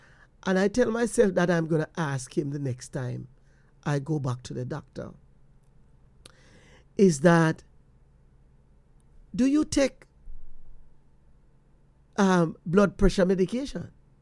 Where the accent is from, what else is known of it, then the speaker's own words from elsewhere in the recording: Jamaica; now in United States; I mean, I remember growing up in Jamaica, I wasn't, my grandmother passed away.